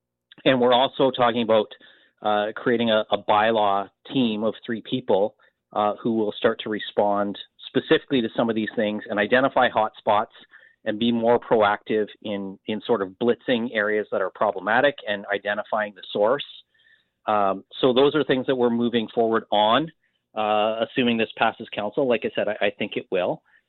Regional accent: Wallaceburg, Ontario, Canada; and I grew up in Wallaceburg down, you know, further towards the St. Clair River.

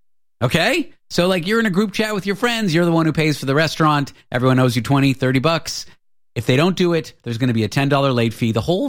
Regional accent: Canada; I grew up in Canada. I grew up pronouncing the name Natasha, not Natasha.

